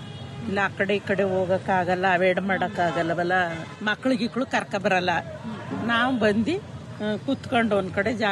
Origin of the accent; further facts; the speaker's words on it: Ramanahalli, Karnataka, India; ನಮ್ದು ಮೈಸೂರ್ ಹತ್ರ ರಮ್ನಹಳ್ಳಿ ಅಂತ.